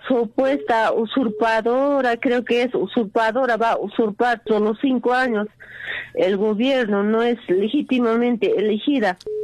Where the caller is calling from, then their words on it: Ayaviri, Puno, Peru; De Ayavire.